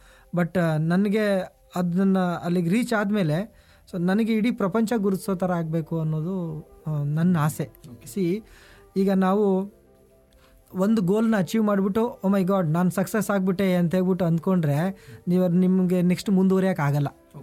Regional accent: Gajanur, Karnataka, India; ನಂದು ಶಿವಮೊಗ ಗಾಜನೂರದ್ದು ಡ್ಯಾಮ್ ಇದೆ, ಅಲ್ಲಿಂದ ತುಂಗಾ ನದಿ ಹೊಸಪೇಟೆವರೆಗೂ ಹರ್ಕೊಂಡೋಗುತ್ತೆ.

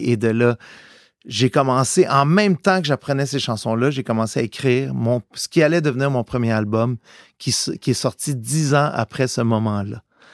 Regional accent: Montreal, Quebec, Canada; born there; Moi, je suis né à Montréal de parents italiens.

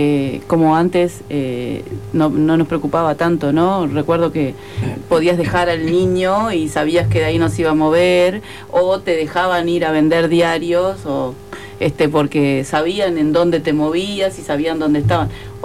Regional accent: Maldonado, Uruguay; yo misma, que me mudé, pero hace más de 30 años que vivo en Maldonado, yo crecí acá y mi vida y me hice mi vida acá.

